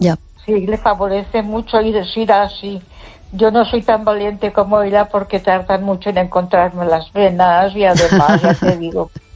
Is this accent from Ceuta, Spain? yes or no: no; Ponferrada, Castile and León, Spain